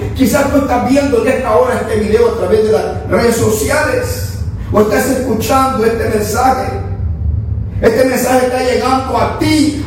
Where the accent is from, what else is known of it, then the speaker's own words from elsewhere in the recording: Honduras; moved away; no sé qué hubiera sido de mí si me hubiera quedado en mi país, en Honduras.